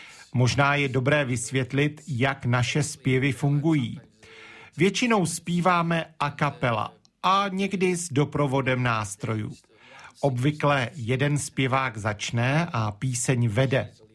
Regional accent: Babina Greda, Vukovar-Srijem County, Croatia; Jako první zahrajeme píseň z vesnice Babina Greda, která leží ve východní části Chorvatska, odkud pocházíme.

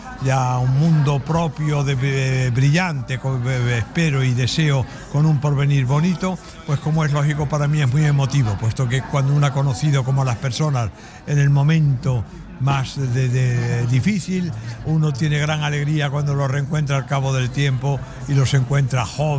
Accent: Spain

